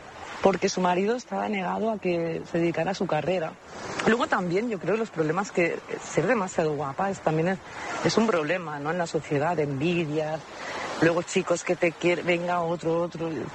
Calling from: Sitges, Catalonia, Spain; Hola, buenas noches, fareros, fareras. … de Sitges.

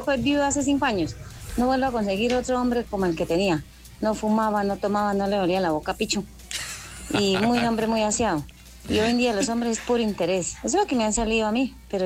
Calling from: Piedecuesta, Santander, Colombia; desde Piedecuesta.

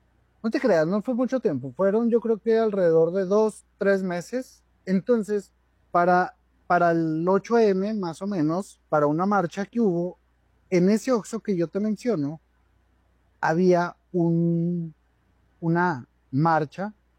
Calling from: Lerdo, Durango, Mexico; En Ciudad Lerdo, Durango.

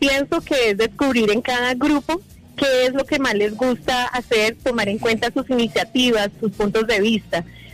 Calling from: Bogotá, Bogotá Capital District, Colombia

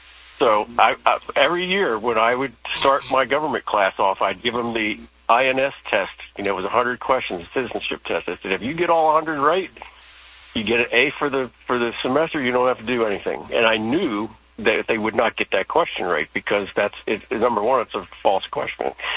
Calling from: Maryland, United States; We're from Maryland.

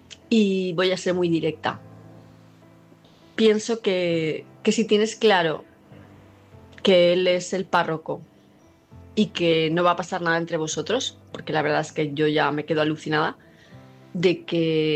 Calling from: Palma de Mallorca, Balearic Islands, Spain; de Palma de Mallorca

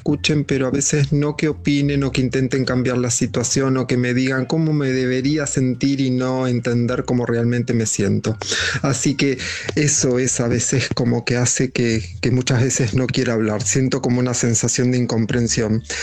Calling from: Acasuso, Buenos Aires Province, Argentina; Hola Luisa, buenas noches … de Acasuso

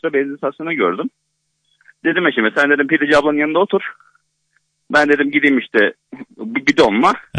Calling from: Istanbul, Turkey; İstanbul'dayım.

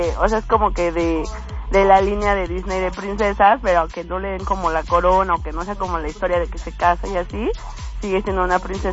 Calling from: Mexico City, Mexico; Aquí de Azcapotzalco

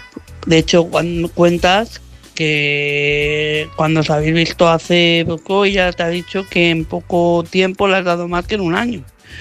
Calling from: Madrid, Community of Madrid, Spain

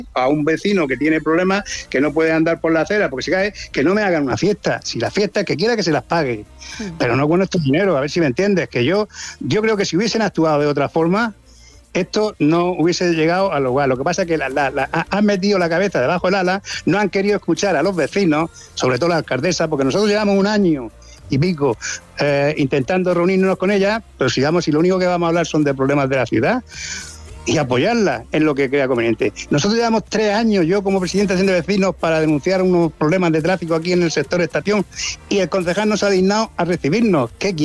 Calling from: Cartagena, Region of Murcia, Spain; yo vivo en Cartagena, y como te he dicho antes, tengo 72 años

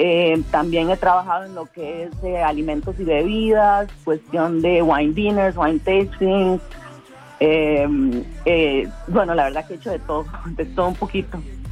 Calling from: Santa Ana, San José, Costa Rica; Yo soy de Santa Ana.

